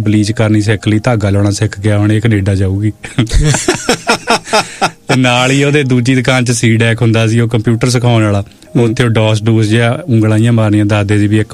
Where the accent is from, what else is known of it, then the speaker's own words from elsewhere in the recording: Narangwal, Punjab, India; ਹਾਂ ਮੇਰਾ ਪਿੰਡ ਨਾਰੰਗਵਾਲ ਕਿਉਂਕਿ ਸਾਡੇ ਪਿੰਡ ਤੋਂ 4 ਕਿਲੋਮੀਟਰ ਸਾਡਾ ਸਕੂਲ 8ਵੀਂ ਤੱਕ ਸੀ